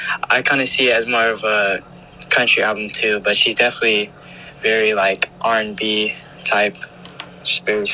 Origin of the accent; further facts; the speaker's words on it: United States; me growing up in America